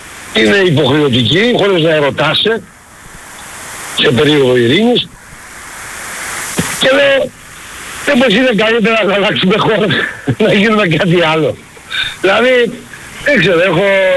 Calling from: Greece; που είμαι Έλληνας, θέλω να αλλάξω ηθαγένεια

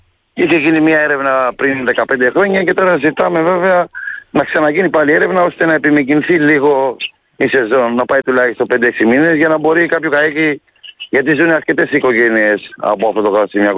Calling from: Halki, South Aegean, Greece; από Χάλκη, το Δεκανήσου.

